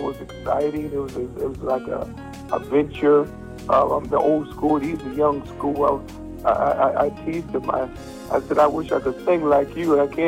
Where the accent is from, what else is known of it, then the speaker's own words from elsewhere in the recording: Grand Rapids, Michigan, United States; I'm from Grand Rapids, and guess what? … lived right around the corner from me. I was raised up with him.